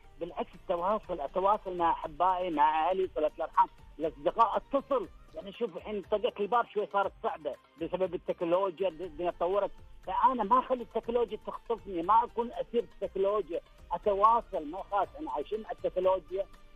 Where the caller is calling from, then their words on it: Kuwait; انا اكلمك من الكويت